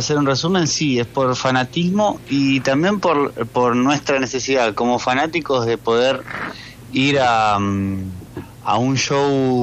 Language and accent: Spanish; Buenos Aires, Argentina; yo sí soy porteño